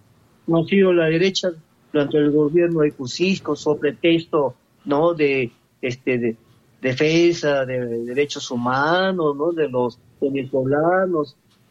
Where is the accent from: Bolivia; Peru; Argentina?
Peru; tenemos que enarbolar, ¿no?, como peruanos